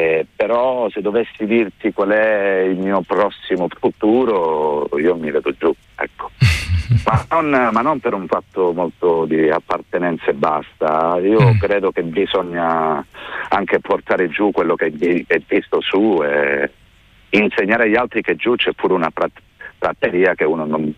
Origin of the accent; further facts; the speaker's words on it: Southern Italy, Italy; now in Milan, Italy; Perché giù è più complicato. È vero, sono salito, ma perché avevo voglia di salire in un altro posto che non fosse magari Roma. Però vivo da 10 anni a Milano